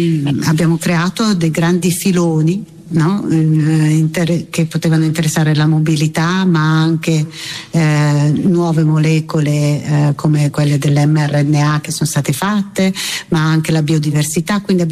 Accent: Milan, Lombardy, Italy; Don Gnocchi, che io da milanese conoscevo come milanese

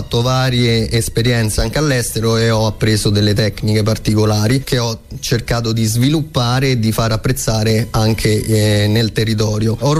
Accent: Sacrofano, Lazio, Italy; moved away as an adult; Il paese di Sacrofano, dove sono nato, cresciuto, tanti amici, ha fatto sì che tornassi

